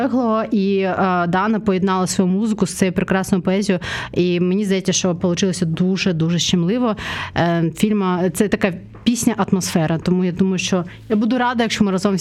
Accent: Simferopol, Crimea, Ukraine; І всі, хто сумує за Кримом так, як я, а я з Криму, Сімферополю

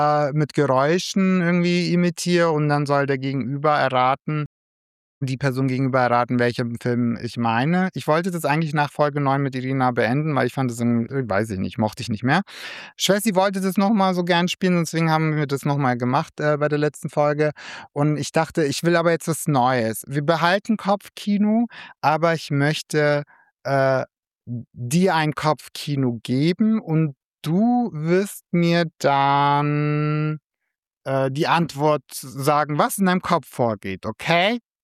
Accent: Germany; born there; Ich habe ja noch den türkischen Pass. Ich habe noch gar nicht den deutschen. Ich bin zwar geboren in Deutschland

